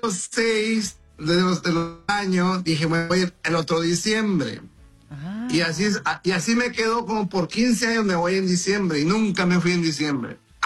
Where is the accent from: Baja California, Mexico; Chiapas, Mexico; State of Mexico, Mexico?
Chiapas, Mexico; Cintalapa; born or raised there